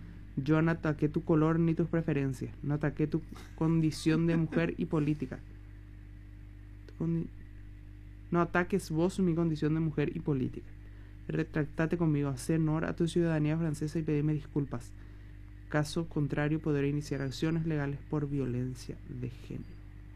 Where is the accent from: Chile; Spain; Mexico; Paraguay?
Paraguay; Mi principal compromiso es ser la voz del pueblo paraguayo, decir lo que ellos no pueden y defender a mi país